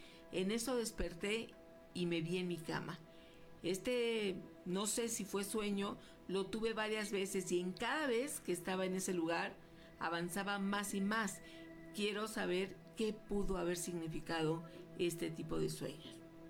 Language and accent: Spanish; Jalisco, Mexico